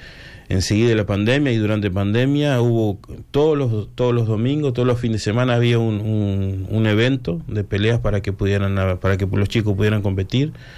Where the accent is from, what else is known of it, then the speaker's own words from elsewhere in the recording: Uruguay; somos uruguayos y lo más importante es el fútbol